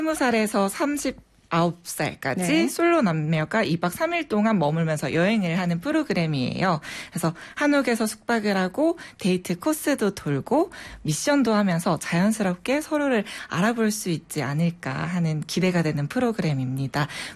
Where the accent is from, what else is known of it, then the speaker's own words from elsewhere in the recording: Ulsan, South Korea; moved away; 저는 원래 고향이 울산이었고요.